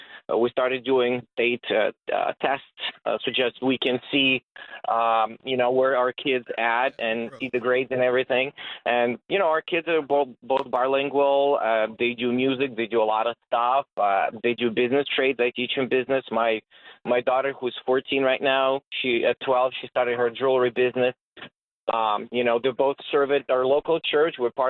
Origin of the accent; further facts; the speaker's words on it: Ukraine; English is a second language; now in United States; I'm from Ukraine originally, U.S. citizen for 15 years.